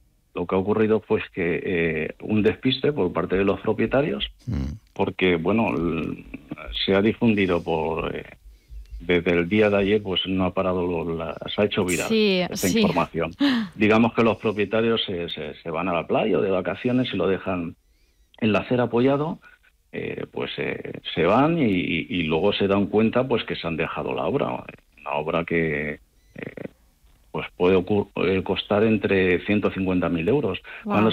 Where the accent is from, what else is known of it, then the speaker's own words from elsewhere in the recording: Valencian Community, Spain; Como valencianos, reservándonos de la comunidad valenciana, pues por ejemplo Sorolla, Pinazo, los hermanos Benlluure, Mompó, Segreyes, ¿vale? Son autores de aquí de la tierra